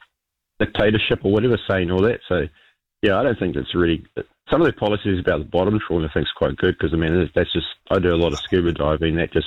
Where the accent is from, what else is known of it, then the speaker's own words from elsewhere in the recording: Hamilton, Waikato, New Zealand; moved away; I came from Hillcrest High in Hamilton.